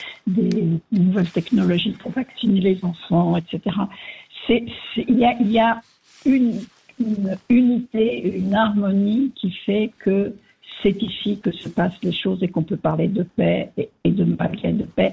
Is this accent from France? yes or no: yes; France; also born or lived in Paris; now in Rome, Italy; J'ai vécu dans beaucoup de capitales. Je suis française. Je vis à Rome et j'ai vécu à Paris. J'ai vécu dans d'autres capitales du monde.